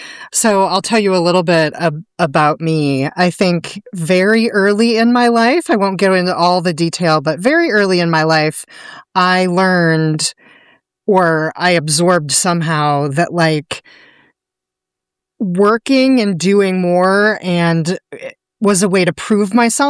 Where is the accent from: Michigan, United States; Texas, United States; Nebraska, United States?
Nebraska, United States; Omaha; moved away as an adult; I grew up in Omaha, Nebraska